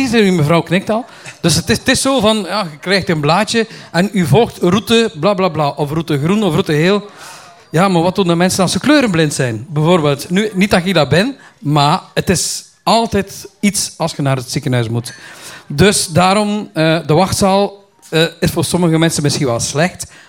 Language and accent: Dutch; Kortemark, West Flanders, Belgium; Ik ben een echte West-Vlaming.